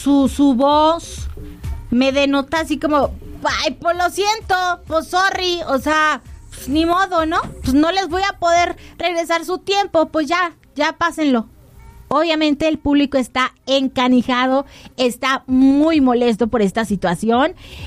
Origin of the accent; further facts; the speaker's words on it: Mexico; Ay, así somos los mexicanos de impuntuales